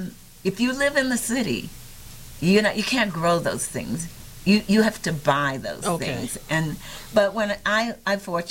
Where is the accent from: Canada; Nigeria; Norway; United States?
United States; Avalon, Mississippi; also born or lived in Grenada, Mississippi; I was born in Grenada, Mississippi, in Grenada Hospital, and my family lived actually in Avalon, Mississippi, but Grenada was the closest town. We actually lived in the country, as they called it then, but out on the farm, on the plantation. We were sharecroppers